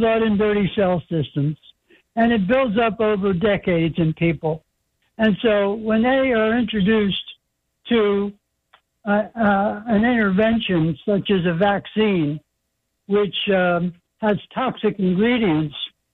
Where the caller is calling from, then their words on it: Tampa, Florida, United States; from Tampa, South Tampa.